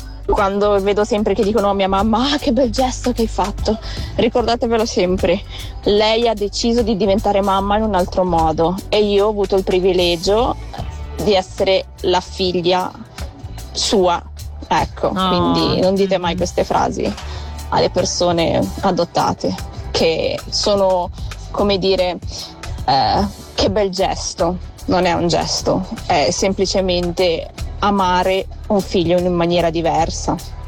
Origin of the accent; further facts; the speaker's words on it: Colombia; now in Switzerland; Io sono adottata, vengo dalla Colombia, a parlo anche dialetto, perché grande.